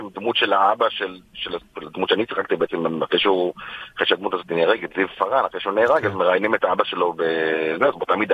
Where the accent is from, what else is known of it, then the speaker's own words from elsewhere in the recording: Tel Aviv, Tel Aviv District, Israel; אבל אבא שלי תמיד היה ימני, וגדלתי במרכז תל אביב